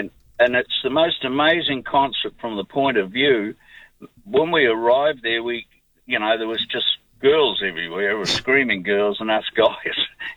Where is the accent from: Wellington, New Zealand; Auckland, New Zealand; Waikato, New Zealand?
Waikato, New Zealand; Hamilton; And I'm from Hamilton